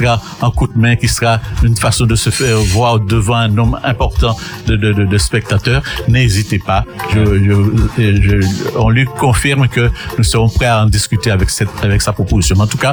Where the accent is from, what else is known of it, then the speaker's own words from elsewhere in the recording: Pointe-Noire, Guadeloupe; je suis exactement originaire de Prête-Noire.